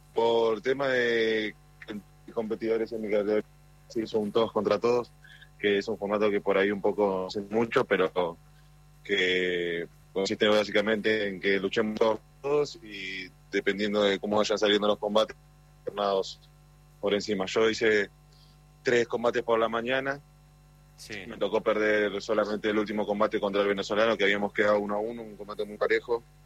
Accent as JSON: {"language": "Spanish", "region": "Buenos Aires", "country": "Argentina", "said": "Sí, ya estoy de vuelta en Buenos Aires."}